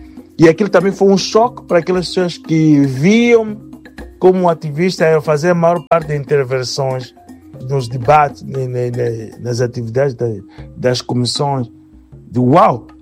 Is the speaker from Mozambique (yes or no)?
yes; Mozambique; now in Germany; nós somos moçambicanos